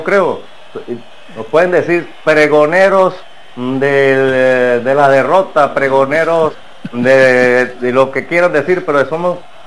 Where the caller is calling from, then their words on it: Barranquilla, Atlántico, Colombia; de Barranquilla. Calidad, arenosa, pura alegría. Bueno, lo que no estamos alegres todavía somos nosotros los colombianos